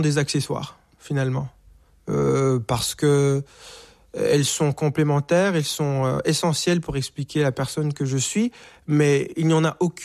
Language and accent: French; Rwanda; now in Canada; on me disait, tu viens d'où? Je suis d'origine rwandaise, étais-tu là pendant le génocide? Oui, mais ma famille va bien, elle est quelque part en Allemagne, ou elle est avec moi au Canada